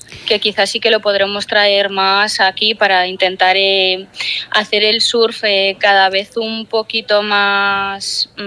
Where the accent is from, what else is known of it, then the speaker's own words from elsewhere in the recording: Vigo, Galicia, Spain; also born or lived in Nigrán; Sí. No, soy de aquí, soy de aquí.